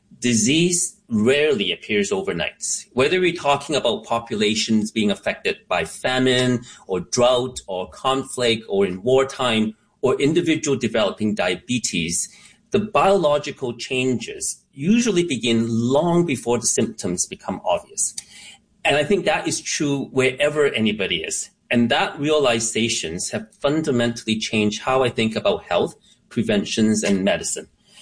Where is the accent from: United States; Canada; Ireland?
Canada; Now, I am Chinese. I grew up in Canada